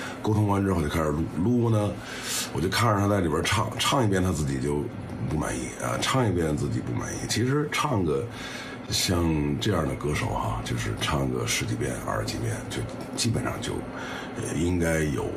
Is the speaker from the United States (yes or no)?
no; Beijing, China; accent: Beijing; 我说我是北京人，我的口音是北京口音，所以北京话就是说话懒嘛。